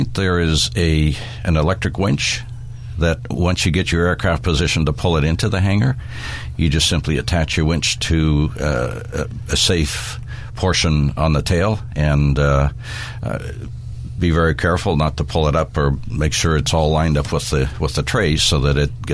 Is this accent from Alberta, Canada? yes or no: yes; Edmonton, Alberta, Canada; I'm from Edmonton, and we're building there's essentially a brand new airport being built